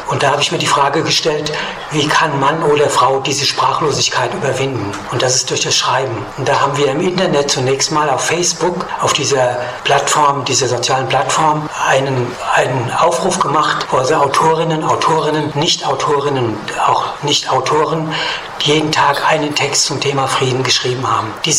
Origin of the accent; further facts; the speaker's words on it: Bingen am Rhein, Rhineland-Palatinate, Germany; Aus Bingen am Rhein und bin dann in verschiedenen St